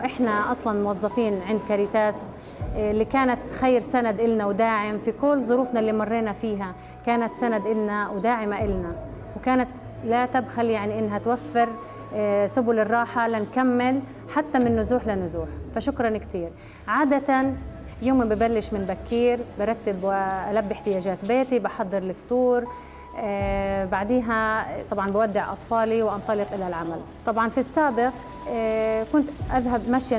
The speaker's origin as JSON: {"language": "Arabic", "town": "Gaza", "region": "Gaza Strip", "country": "Palestine", "said": "مثلا يعني أنا واحدة من غزة فقدت أمي وأخي وأولاد أخي"}